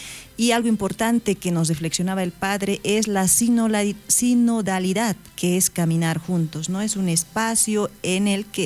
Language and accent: Spanish; Bolivia; a veces como bolivianos estamos muy divididos